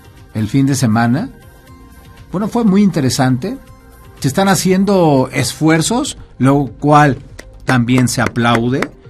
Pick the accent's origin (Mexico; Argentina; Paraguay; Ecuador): Mexico; algo diferente es lo que se nos hace una diferencia a nosotros como mexicanos.